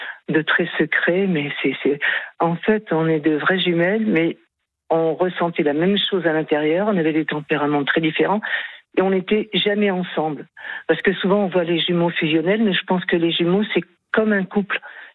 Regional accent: Nouvelle-Aquitaine, France; D'ailleurs, je suis de la Charente et c'était dans une petite ville où il y a un hôpital de soins palliatifs qui a été créé il y a très longtemps.

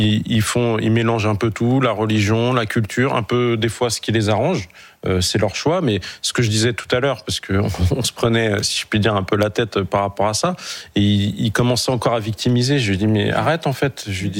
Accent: Île-de-France, France; Ok, vous venez de Seine-Saint-Denis, moi je viens du Val-de-Marne, alors c'est moins chaud.

